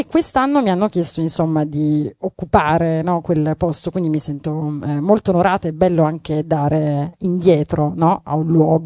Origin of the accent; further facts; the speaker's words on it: Turin, Piedmont, Italy; un appuntamento torinese, io e la mia città d'origine